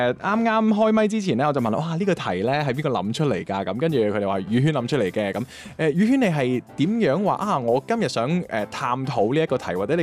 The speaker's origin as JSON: {"language": "Cantonese", "town": "Guangzhou", "region": "Guangdong", "country": "China", "said": "不過總括嚟講，我自己作為廣州人啦，即係我成日去香港出 trip 啊，或者點樣樣，都係會覺得真係香港係會快好多嘅。"}